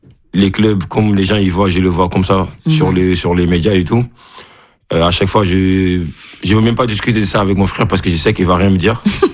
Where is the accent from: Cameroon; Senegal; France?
Senegal; J'étais content parce que si on est Sénégalais, c'est normal.